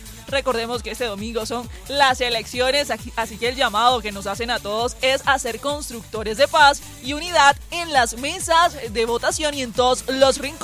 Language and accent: Spanish; Barranquilla, Atlántico, Colombia; now in Bogotá, Colombia; Y como buena mamá bogotana que yo me creo, aunque soy barranquillera